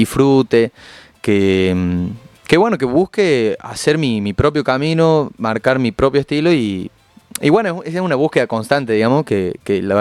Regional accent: Córdoba, Argentina; yo nací en Córdoba y fui criado por mis abuelos maternos y mi madre en un barrio de Córdoba que se llama José Hernández.

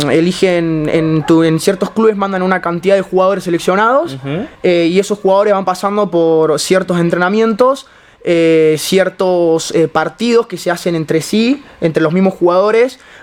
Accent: Chubut, Argentina; born there; now in Alta Gracia, Argentina; yo soy de allá, de Chubut, bien, del sur. Jugaba al rugby allá, empiezo desde chiquito, desde los 6, 7 años vengo haciendo rugby, ya hace mucho tiempo. Y bueno, y nada, por cuestiones de mi familia, de trabajo, de cuestiones así, nos venimos a vivir acá.

